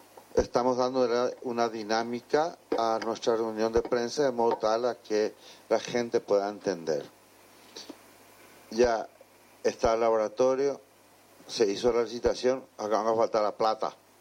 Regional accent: Paraguay; mi agradecimiento como paraguayo a este señor

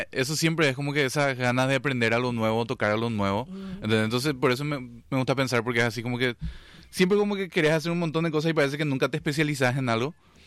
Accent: Encarnación, Itapúa, Paraguay; born there; Hija, yo nací en Encarnación, ¿verdad? Hace ya 36 años.

